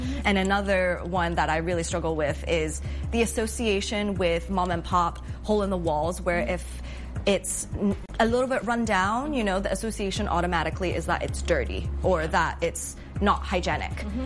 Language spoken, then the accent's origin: English; Hong Kong; I'm Chinese, I'm from Hong Kong. So in Cantonese it's jjang